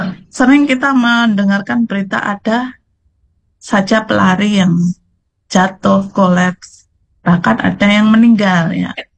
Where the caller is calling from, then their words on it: Magelang, Central Java, Indonesia; Saya dari Magelang ini Mbak saya posisinya.